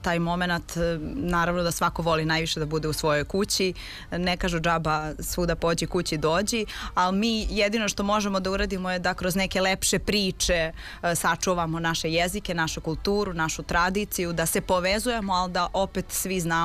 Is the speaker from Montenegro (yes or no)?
no; Serbia; to je meni kao domaćinu, kao nekom koja je odavde, meni prija da čujem da se neko lepo i domaćinski osjeća